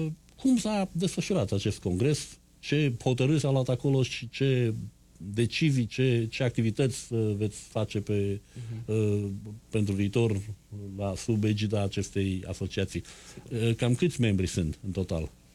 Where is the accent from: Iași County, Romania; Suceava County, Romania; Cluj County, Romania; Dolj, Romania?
Cluj County, Romania; moved away; eu mă duc anual la Cluj. Ăla e satul meu. E frumos și Morealul, dar satul meu tot Clujul rămâne.